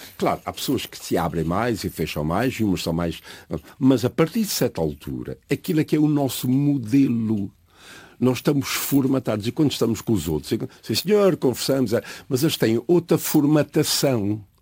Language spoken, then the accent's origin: Portuguese; Azores, Portugal; moved away as an adult; now in United States; Dos Açores vim para aqui, fui para os Estados Unidos. Eu sou da minha terra, sou de São Miguel, sou português, sou na amiga.